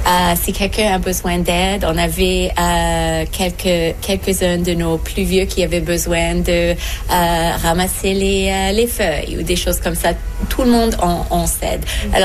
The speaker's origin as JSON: {"language": "French", "town": "Montreal", "region": "Quebec", "country": "Canada", "tie": "born there", "said": "je suis née au Québec, à Montréal. Ma famille est d'origine égyptienne et j'étais réfugiée"}